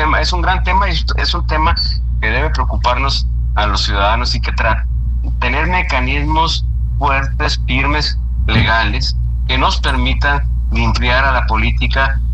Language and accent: Spanish; Chihuahua, Mexico; Eso somos los chihuahuenses